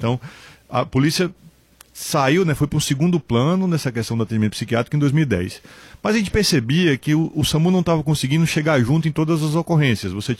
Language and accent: Portuguese; Bahia, Brazil; now in Recife, Brazil; Eu fico tranquilo para falar isso porque eu sou baiano, tá? Então eu não sou pernambucano.